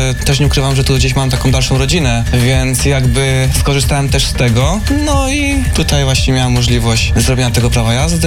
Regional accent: Silesian Voivodeship, Poland; now in Konin, Poland; Ja przyjechałem aż ze Śląska, także jest to drugi koniec Polski. Akurat trafiło na Konin. Pojawiłem się w Koninie, tu zrobiłem prawo jazdy

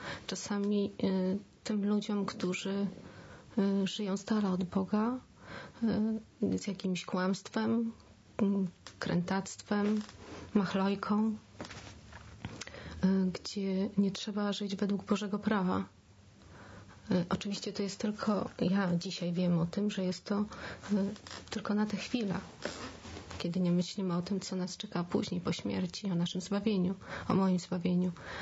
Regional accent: Warsaw, Masovian Voivodeship, Poland; W Warszawie, w mieście. W normalnej rodzinie, w pełnej rodzinie, w wielodzietnej rodzinie. Jest nas czworo w domu.

